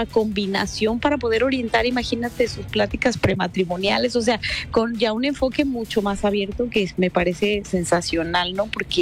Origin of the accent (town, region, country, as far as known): Mexico